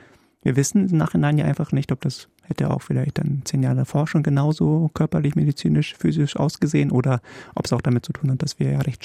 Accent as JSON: {"language": "German", "country": "Poland"}